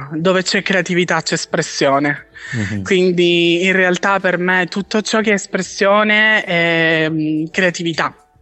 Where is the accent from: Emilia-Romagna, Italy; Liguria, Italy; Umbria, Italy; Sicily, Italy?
Sicily, Italy; Catania; Io provengo da Catania ed è una città molto, molto viva, ma è viva, è un vivere diverso rispetto a Milano.